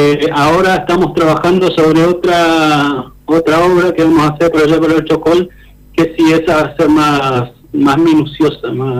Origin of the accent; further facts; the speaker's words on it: Zapala, Neuquén, Argentina; yo creo que tendría que dar lo mejor de mí para poder representar a mi pueblo acá, a Zapala.